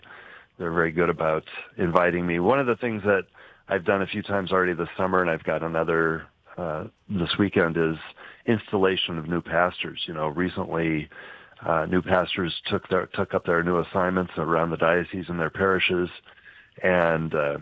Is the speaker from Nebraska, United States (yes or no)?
yes; Omaha, Nebraska, United States; I grew up in Omaha